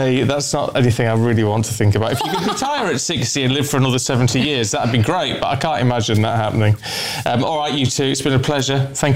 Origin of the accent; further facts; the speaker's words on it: England, United Kingdom; Oh please, no, I'm English.